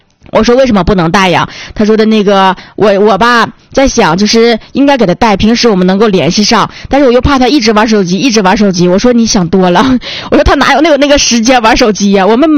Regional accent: Northeast China, China; accent: Northeastern (Dongbei) dialect; 我们东北话就从来没有撒过手

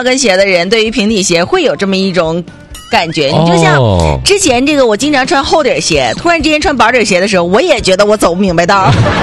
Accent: Northeast China, China; accent: Northeastern; 用咱们东北话形容叫做香拽了，

